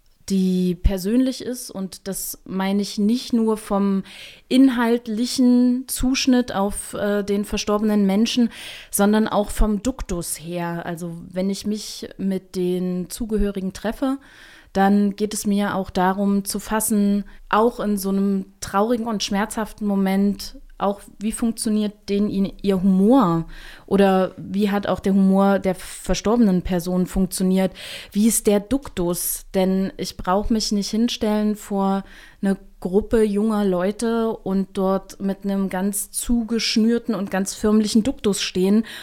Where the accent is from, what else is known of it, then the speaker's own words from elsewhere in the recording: Thuringia, Germany; Also gerade dort, wo ich herkomme, aus Thüringen, war das ganz oft so